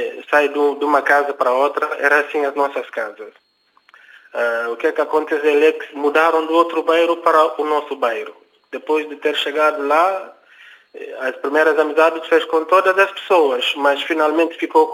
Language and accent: Portuguese; Guinea-Bissau; Quando da nossa infância na Guiné, eu com ele, era um amigo, era um colega, mas também era um amigo que me apreciava muito.